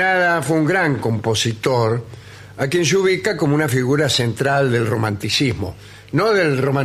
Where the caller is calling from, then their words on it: Balvanera, Buenos Aires, Argentina; de Balvanera, sí, sí.